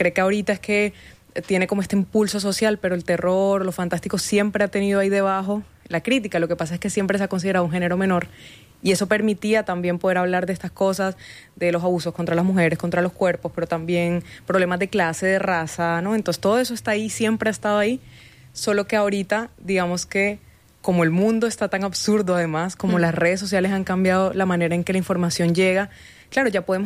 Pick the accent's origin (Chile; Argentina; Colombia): Colombia; Barranquilla, Atlántico; moved away as an adult; now in Bogotá, Colombia; yo crecí en Barranquilla, hasta hace 3 años, ahorita vivo en Bogotá, que quizá el clima se parece un poco más al de acá, pero en Barranquilla hace mucho calor, y aparte es una ciudad muy carnavalera, muy fiestera